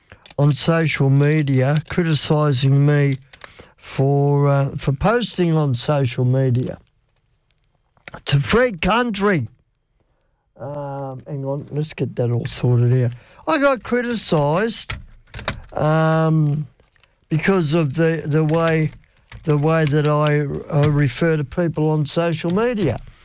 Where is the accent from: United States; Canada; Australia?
Australia; we are Australian. I am an Aussie, yes. Born and bred, yes.